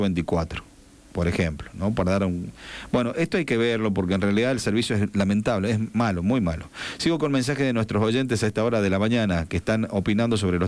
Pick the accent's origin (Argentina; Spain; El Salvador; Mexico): Argentina; San Juan; los que los votaron somos los sanjuaninos